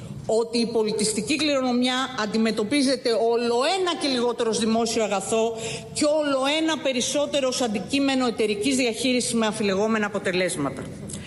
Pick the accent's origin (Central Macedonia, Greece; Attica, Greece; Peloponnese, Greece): Peloponnese, Greece; ως Πελοποννήσια